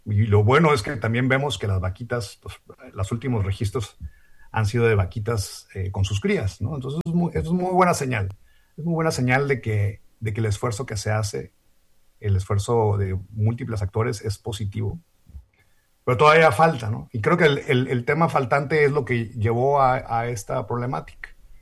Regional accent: Mexicali, Baja California, Mexico; born there; un conflicto social ambiental de relevancia mundial que estaba en el municipio de Mexicali, donde yo nací.

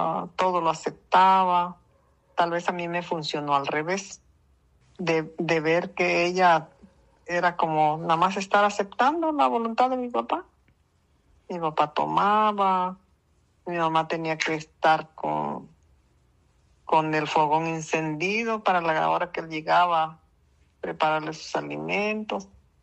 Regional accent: Pinotepa Nacional, Oaxaca, Mexico; moved away as an adult; now in El Ciruelo, Mexico; yo estudié en la ciudad de Pinotepa, yo vivo en el Cirilo, me casé para acá, pero yo de niña estudié ahí en Pino.

